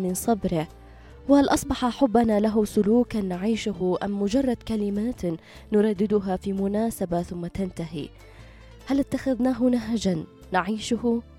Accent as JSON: {"language": "Arabic", "country": "Yemen", "said": "لكن المولد بالنسبة لنا كيمنيين ليس مجرد أضواء وزينة ومظاهر احتفال"}